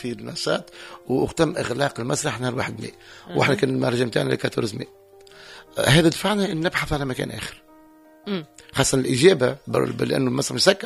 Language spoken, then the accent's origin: Arabic; Tunisia